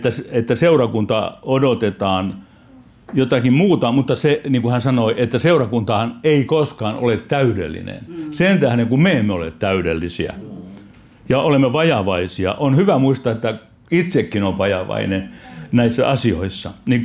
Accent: Perniö, Southwest Finland, Finland; Meillä Perniössä äiti oli kaupassa töissä ja isä valtion rautateissä ja asuimme valtion omistamassa talossakin.

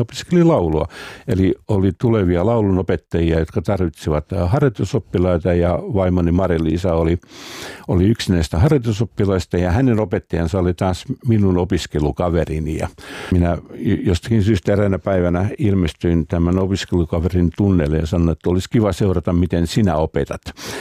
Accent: Salo, Southwest Finland, Finland; meillä on Sävel on vapaa -ohjelma, jota mä kuuntelin jo pikkupoikana Salossa.

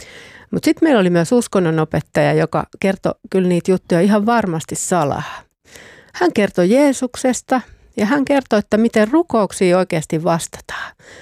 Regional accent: Eastern Finland, Finland; born there; Mä oon syntynyt Etelä-Suomessa ja sitten me on muutettu tuonne Itä-Suomeen, kun mä oon ollut 8.

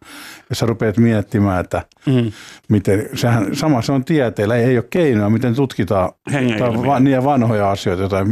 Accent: Lapinjärvi, Uusimaa, Finland; Mites meillä on yhteinen tämä Lapinjärvi? Mähän olen siellä syntynyt ja kasvanut.

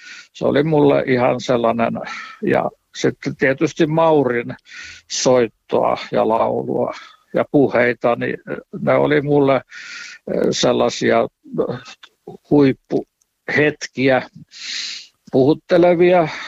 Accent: Pori, Satakunta, Finland; born there; muistan pikkupoikana, kun istuin Porissa siellä Mikokatu 6 rukoushuoneella

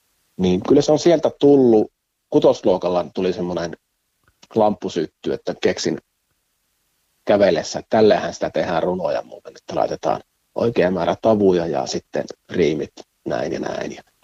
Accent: Joensuu, North Karelia, Finland; moved away as an adult; now in Ähtäri, Finland; Joo, no Joensuusta olen kotoisin, että Joensuun poikia. Että 29 vuotta siellä, 29 ensimmäistä vuotta meni Joensuussa, mutta sitten vaimon työn perässä tultiin tänne vuodeksi ja nyt on mennyt jo kohta 17 vuotta Ähtärissä.

